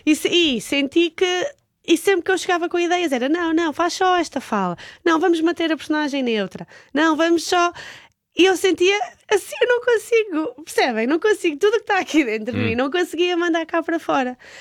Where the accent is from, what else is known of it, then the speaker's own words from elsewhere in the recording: Alentejo, Portugal; moved away as an adult; now in Lisbon, Portugal; eu vim do Alentejo aos 18 anos para Lisboa